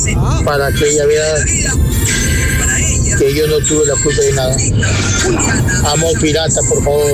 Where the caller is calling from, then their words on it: Chimbote, Ancash, Peru; Chimbote.